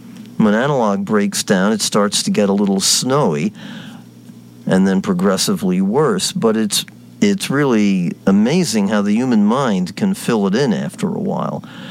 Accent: Yonkers, New York, United States; growing up in Yonkers

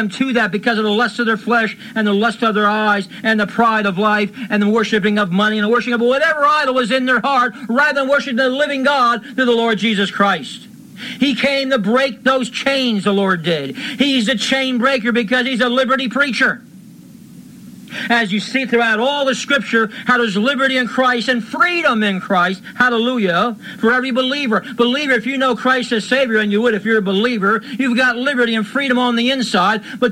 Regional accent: Bethlehem, Pennsylvania, United States; I grew up here. I was born here in Bethlehem, Pennsylvania in 1952. My father was born here in 1911. My grandfather was an immigrant from St. John's Bay, Portugal, Newfoundland, who moved down here as a young man in his 20s, here in first New York City

